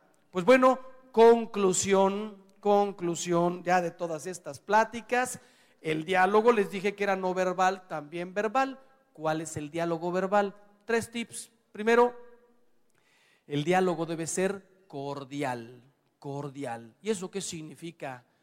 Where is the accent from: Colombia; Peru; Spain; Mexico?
Mexico; Mira, soy mexicano, y ustedes también, la mayoría.